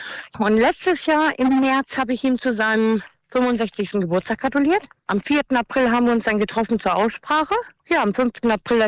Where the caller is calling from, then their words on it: Northern Germany, Germany; Und das als Norddeutsche.